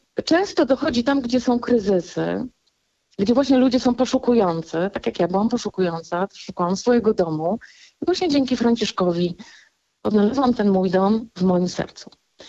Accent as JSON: {"language": "Polish", "town": "Warsaw", "region": "Masovian Voivodeship", "country": "Poland"}